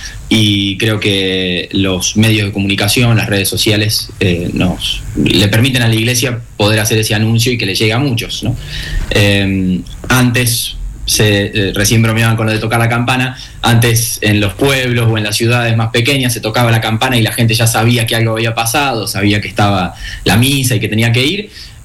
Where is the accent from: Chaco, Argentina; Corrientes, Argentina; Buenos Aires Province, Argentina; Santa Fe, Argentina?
Buenos Aires Province, Argentina; Coronel Suárez; now in Córdoba, Argentina; Soy de Coronel Suárez, provincia de Buenos Aires, y vivo actualmente en Córdoba.